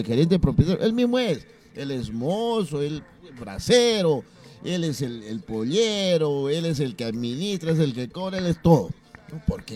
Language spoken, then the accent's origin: Spanish; Peru